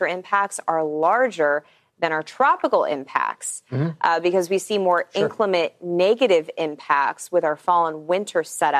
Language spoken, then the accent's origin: English; Denver, Colorado, United States; from growing up in the Denver suburbs